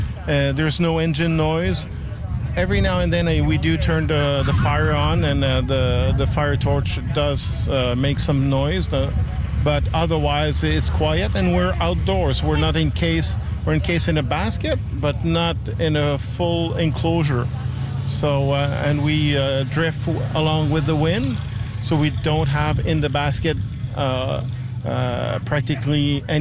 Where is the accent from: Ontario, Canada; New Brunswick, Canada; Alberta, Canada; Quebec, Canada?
Quebec, Canada; Quebec City; Quebec City.